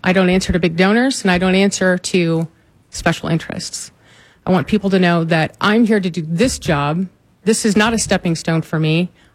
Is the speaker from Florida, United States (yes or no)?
no; Indiana, United States; I want the viewers to know that I'm one of you. Born and raised in Indiana, I've worked several jobs multiple times during my entire life.